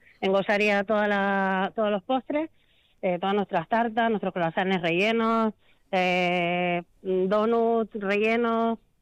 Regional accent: Canary Islands, Spain; now in Vitoria, Spain; soy canaria

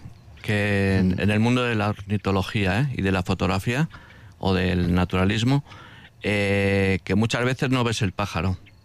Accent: Basque Country, Spain; en mi caso, que soy de aquí de Araba

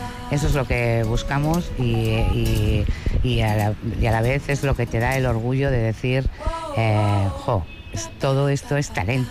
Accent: Bilbao, Basque Country, Spain; he nacido en Bilbao.

